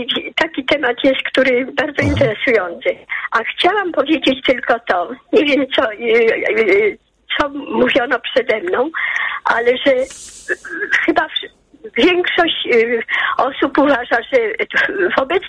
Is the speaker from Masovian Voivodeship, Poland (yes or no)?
yes; Warsaw, Masovian Voivodeship, Poland; born there; Ja urodziłam się na Pradze w Warszawie.